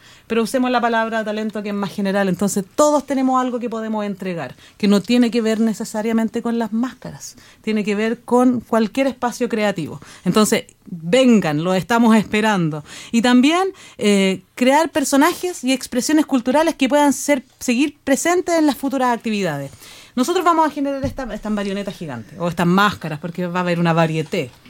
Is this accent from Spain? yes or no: no; Malloa, O'Higgins, Chile; gente que es de Mayoa, somos profesionales de Mayoa